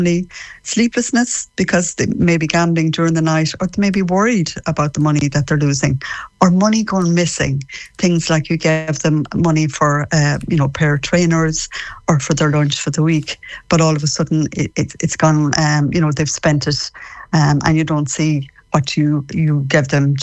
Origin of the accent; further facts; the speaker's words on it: Connacht, Ireland; I'm a Mayo woman myself.